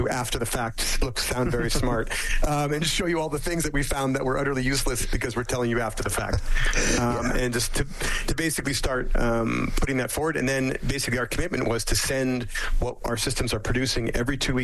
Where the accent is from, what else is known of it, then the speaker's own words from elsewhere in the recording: Saskatchewan, Canada; I'm from Saskatchewan, I understand, or I'm based in Saskatchewan.